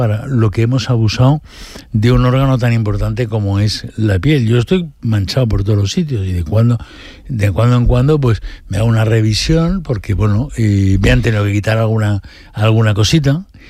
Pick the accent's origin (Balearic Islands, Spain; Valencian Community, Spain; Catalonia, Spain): Valencian Community, Spain; Almàssera; Nosaltres venim d'Almàssera i cada volta que venia a la meva València que plovia, anava a Vizcaíno i es compra